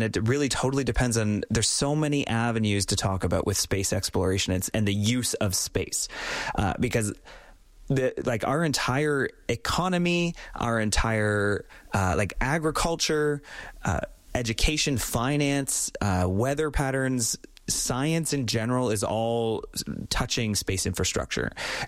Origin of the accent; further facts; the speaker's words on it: Canada; being Canadian